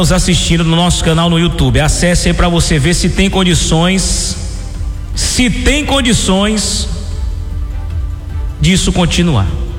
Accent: Brazil; Eu já morei na roça, eu já tirei leite, eu já toquei gado, eu sou do Limoeiro, sou filho e neto de vaqueiro.

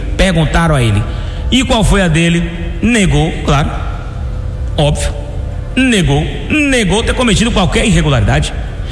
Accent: Jequié, Bahia, Brazil; na minha infância, lá na roça, lá no Limoeiro, onde eu nasci, minha família também, no Limoeiro, zona rural de Jequié

